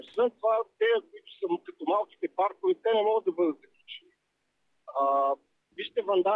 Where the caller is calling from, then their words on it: Plovdiv, Plovdiv Province, Bulgaria; Аз съм от Пловдив